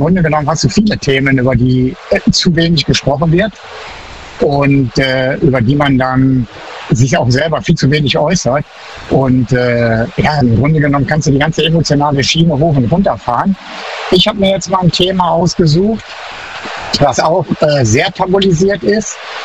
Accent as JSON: {"language": "German", "region": "Baden-Württemberg", "country": "Germany", "said": "Baden-Württemberg."}